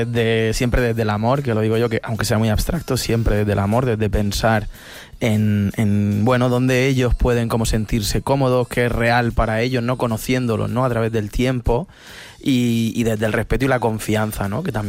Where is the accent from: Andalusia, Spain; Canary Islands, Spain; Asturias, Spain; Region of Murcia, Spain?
Region of Murcia, Spain; Murcia; Todos somos de Murcia y pintábamos graffiti